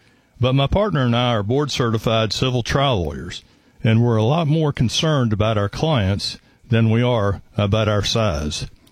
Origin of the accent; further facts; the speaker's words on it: United States; I was born and raised here in Polk County, and I've practiced law here for more than 40 years.